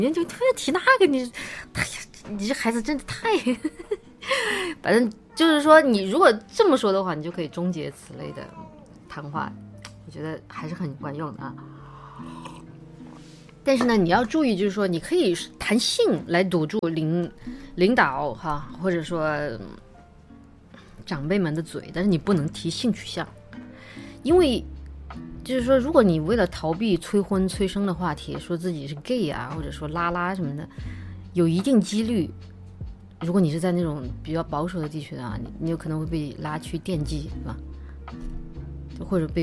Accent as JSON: {"language": "Chinese", "country": "China", "said": "我们中国人"}